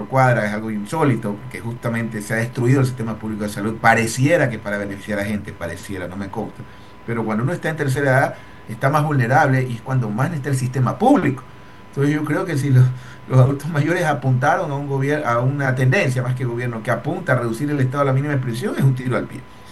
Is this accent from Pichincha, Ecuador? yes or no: no; Columbe, Chimborazo, Ecuador; mi parroquia Columbe, de donde soy oriundo, en Colt.